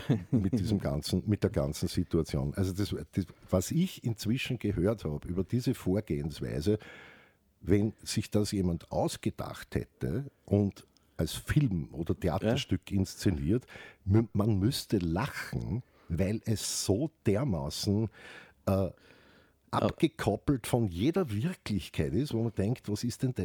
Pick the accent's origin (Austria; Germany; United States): Austria; Carinthia; ich bin ja selber Kärntner Slowene